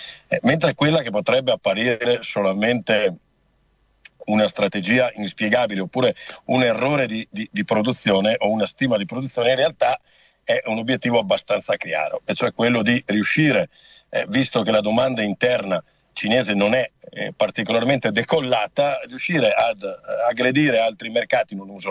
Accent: Veneto, Italy; Io sono veneto

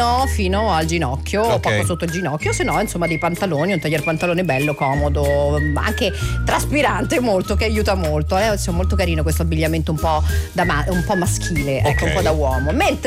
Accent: Umbria, Italy; Io da Umbra

